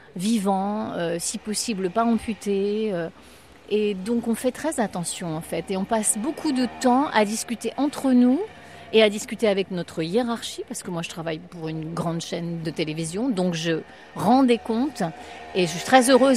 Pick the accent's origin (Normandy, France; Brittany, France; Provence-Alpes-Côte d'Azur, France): Brittany, France; Combourg; born there; tout le monde me connaît parce que je suis née dans le village. Enfin, je suis née à Combourg